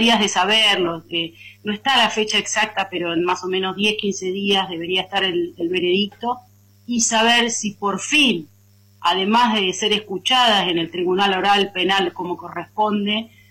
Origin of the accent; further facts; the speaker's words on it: Pergamino, Buenos Aires Province, Argentina; moved away; yo soy nacida y criada en Pergamino, así que es un territorio que imaginarás que quiero un montón, donde todavía sigue mi mamá viviendo y donde falleció mi padre de cáncer